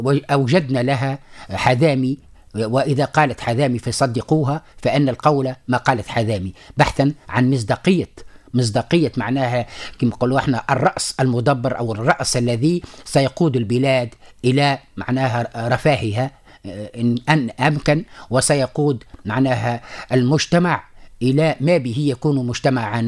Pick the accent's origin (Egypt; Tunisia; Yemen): Tunisia; Sahel; كلمة الحنباز عندنا في الساحل هي تعني الشوك الذي يخز